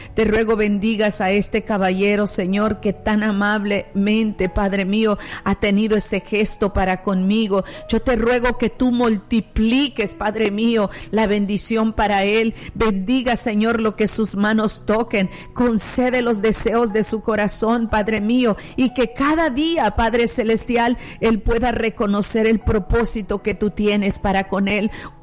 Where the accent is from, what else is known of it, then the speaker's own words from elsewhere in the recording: El Salvador; en mi país, El Salvador